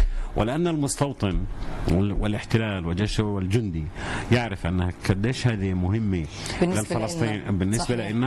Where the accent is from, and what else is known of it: Palestine